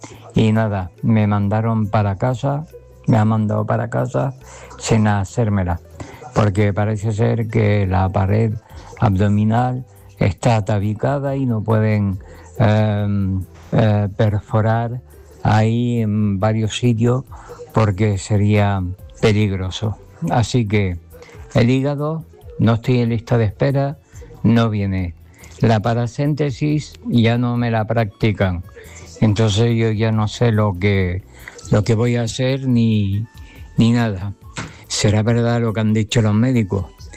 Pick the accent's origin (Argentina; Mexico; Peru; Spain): Spain; Grazalema, Andalusia